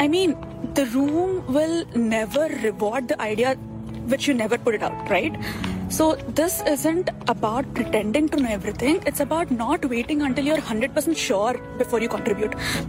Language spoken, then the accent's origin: English; India; moved away as an adult; now in United States; growing up in India